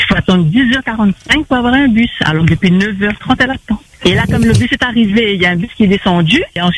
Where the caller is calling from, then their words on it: La Possession, Réunion; je suis de la Possession